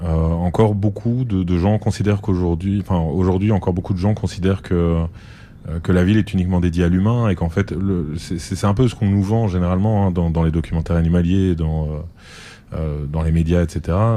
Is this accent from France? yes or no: no; Brussels, Brussels-Capital Region, Belgium; En fait, moi, je suis bruxellois, j'ai grandi ici toute ma vie.